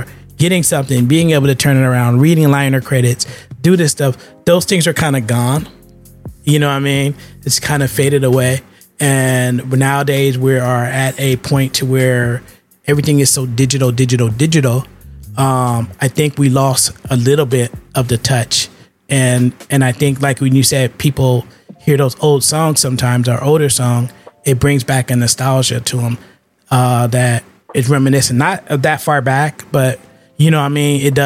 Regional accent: San Francisco, California, United States; In San Francisco, where I grew up

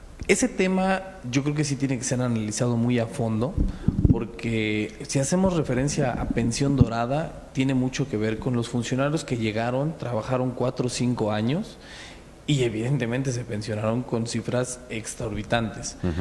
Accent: Mexico City, Mexico; Soy de la Ciudad de México, tengo 37 años

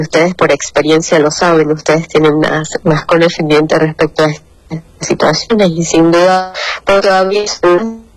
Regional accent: Venezuela; lo que necesitamos en este momento es, como buenos venezolanos, resolver.

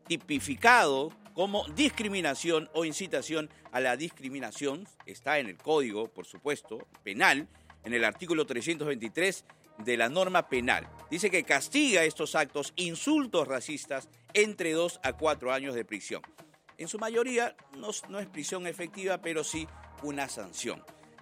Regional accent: Chiclayo, Lambayeque, Peru; A ver, qué pena que esto haya ocurrido en Chiclayo, en mi tierra, ¿no?

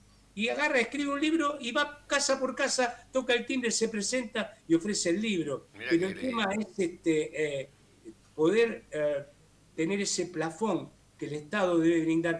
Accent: Argentina

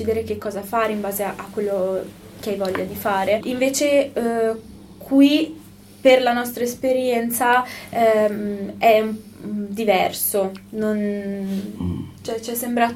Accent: Milan, Lombardy, Italy; io personalmente, che ho vissuto fin da piccola a Milano, quindi l'ho vista proprio in tutti gli anni della mia vita

